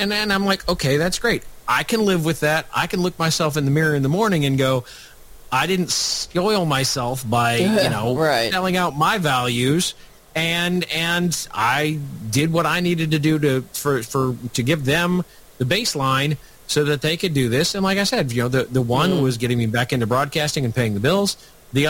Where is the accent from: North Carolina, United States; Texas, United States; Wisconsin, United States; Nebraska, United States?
Nebraska, United States; I'm from Nebraska. We have a one-house legislature.